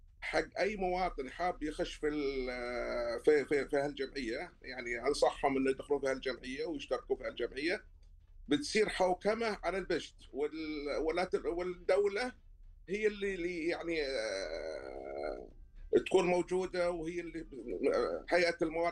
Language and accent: Arabic; Saudi Arabia; عندنا في السعودية لا هو خفيف ولا هو يعني ثقيل، متوسط يسمونه البقاط،